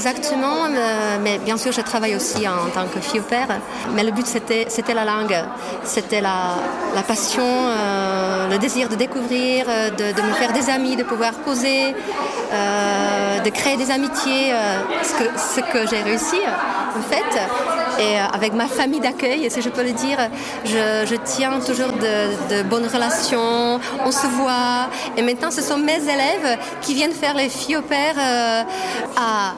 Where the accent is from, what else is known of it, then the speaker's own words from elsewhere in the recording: Český Těšín, Moravian-Silesian Region, Czechia; French is a second language; also born or lived in Ostrava; Je ne suis pas née à Český Těšín, mais je suis née à Ostrava, donc c'est à, disons, à 30 km de là-bas.